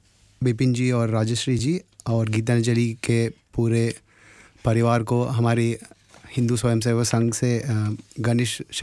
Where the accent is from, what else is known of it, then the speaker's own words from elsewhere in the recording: Telangana, India; Hindi is a second language; moved away as an adult; now in Australia; मैं मूलतः भारत में तेलंगाना से हूँ, पिछले 16 साल से यहाँ ऑस्ट्रेलिया में रह रहा हूँ